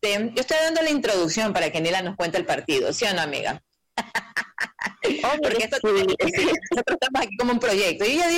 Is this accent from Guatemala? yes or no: no; Ecuador